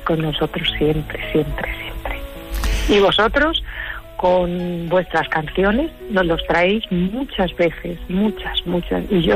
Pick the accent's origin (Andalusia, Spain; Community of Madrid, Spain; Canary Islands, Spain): Community of Madrid, Spain; Torrejón de Ardoz; Pues mira … de Torrejón, encantada de oíros.